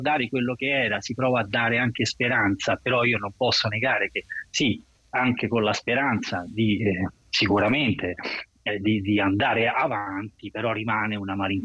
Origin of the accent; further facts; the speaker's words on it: Pescara del Tronto, Marche, Italy; A Pescara del Tronto, che poi è il mio paese d'origine